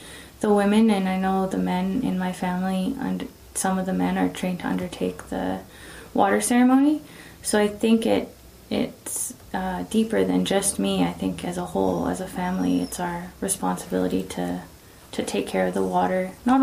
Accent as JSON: {"language": "English", "town": "Penticton", "region": "British Columbia", "country": "Canada", "said": "And I said that I'm from Penticton."}